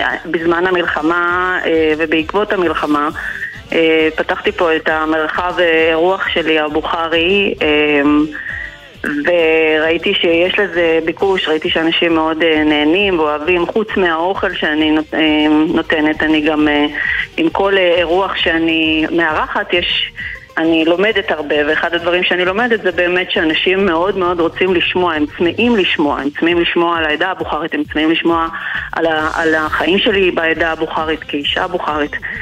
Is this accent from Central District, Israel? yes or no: yes; Rishon LeZion, Central District, Israel; אני לא קיבוץ נקית במקור, אני באה מהמרכז, עברנו מראשון ב-2020, שנת 2020, ולגלות את הצפונים זה פשוט חוויה.